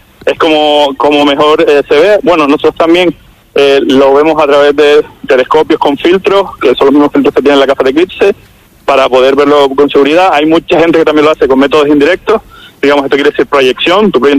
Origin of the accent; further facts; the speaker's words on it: Canary Islands, Spain; en Canarias, de donde soy yo.